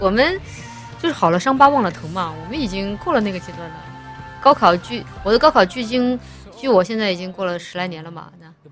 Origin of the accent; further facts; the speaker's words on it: Chongqing, China; 我是重庆的考生